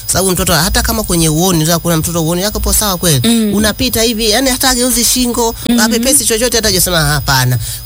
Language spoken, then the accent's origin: Swahili; Tanzania; tunajivunia kama Watanzania?